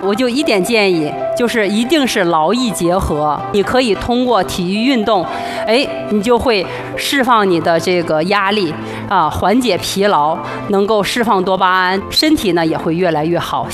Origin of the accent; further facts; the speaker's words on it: Northeast China, China; 我是东北人，所以呢我特别喜欢吃家乡的菜，